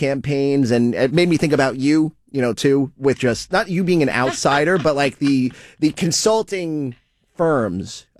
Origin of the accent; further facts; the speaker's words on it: New Jersey, United States; now in Rhode Island, United States; I was from Jersey, and I'm talking about people, I'm complaining about people coming in from the outside.